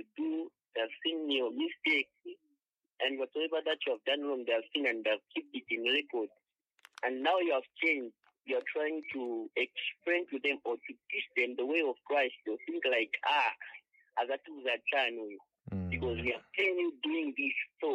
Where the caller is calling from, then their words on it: Lusaka, Lusaka Province, Zambia; I'm calling from Lusaka.